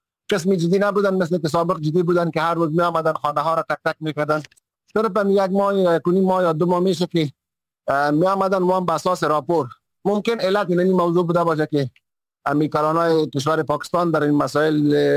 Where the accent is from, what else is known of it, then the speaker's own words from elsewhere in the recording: Afghanistan; اگر دوباره به افغانستان هم برگردن، درست است که وطنشان است، وطن ما است، وطن مادر است، ولی در وطن خودم ممکن به شکل یک مهاجر زندگی بکنن